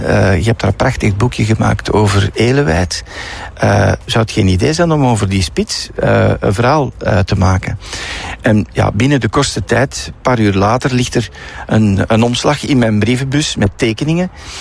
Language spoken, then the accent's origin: Dutch; Heffen, Antwerp, Belgium; is eigenlijk afkomstig van hier. En ik ben eigenlijk in Heffen ben ik … Dus mijn grootvader, die was molenaar. En zo. Dus dat dorp was klein.